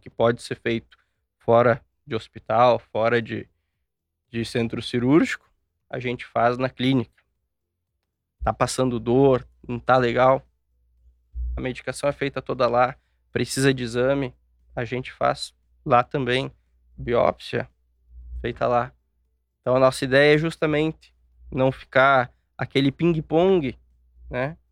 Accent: Porto Alegre, Rio Grande do Sul, Brazil; moved away as an adult; now in Nova Prata, Brazil; eu sou nascido e criado em Porto Alegre, né?

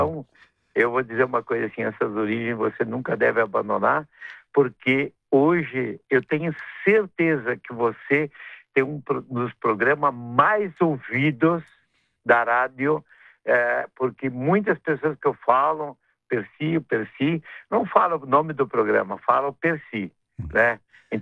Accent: Nova Bassano, Rio Grande do Sul, Brazil; now in Canoas, Brazil; eu sou um gaúcho da Nova Bassano, que sou gaúcho que mora em Canoas, a empresa fica em Porto Alegre, da nossa matriz ainda, né? Sou brasileiro

